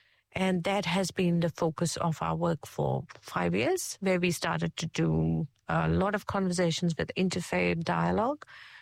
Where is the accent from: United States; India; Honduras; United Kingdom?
India; now in New Zealand; And when I came from India back in 2007, I think I came from one of the biggest and the busiest cities